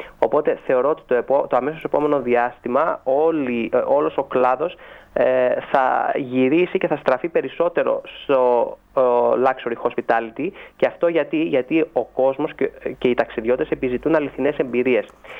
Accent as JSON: {"language": "Greek", "town": "Rhodes", "region": "South Aegean", "country": "Greece", "said": "είμαι πάρα πολύ χαρούμενος που βρίσκομαι στην Ρόδο, στον τόπο μου"}